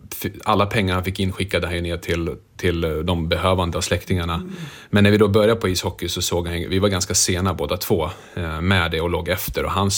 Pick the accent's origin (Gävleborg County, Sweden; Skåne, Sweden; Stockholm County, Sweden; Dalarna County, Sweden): Dalarna County, Sweden; Jag tror geografiskt så växte jag upp perfekt mellan orterna Mora och Leksand.